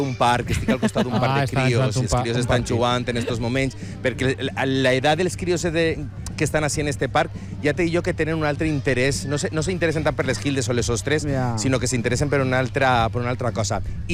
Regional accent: Llíria, Valencian Community, Spain; Jo sóc de Llíria, per cert.

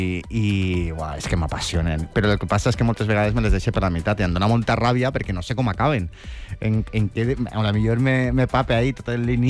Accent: Calp, Valencian Community, Spain; also born or lived in Benissa; jo m'ha criat entre Calp i Benissa en una caseta, però això fica això, i sóc sempre... En Calp me diuen que sóc de Benissa i en Benissa me diuen que sóc de Calp.

